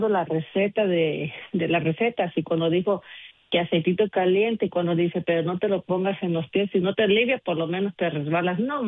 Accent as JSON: {"language": "Spanish", "region": "Guanajuato", "country": "Mexico"}